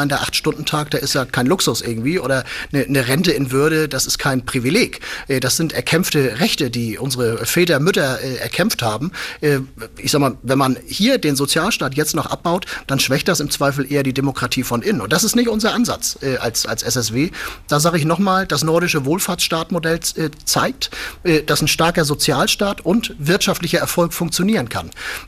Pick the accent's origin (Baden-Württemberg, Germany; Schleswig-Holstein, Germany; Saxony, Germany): Schleswig-Holstein, Germany; Flensburg; Und ich meine, ich komme ja aus Flensburg.